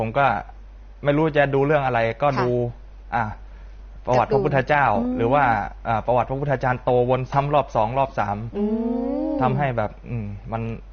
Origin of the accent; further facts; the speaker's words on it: Samut Prakan, Thailand; born there; คือตอนเด็กๆนะครับผมเกิดที่จังหวัดสมุทรปราการนะครับผมสมุทรปราการ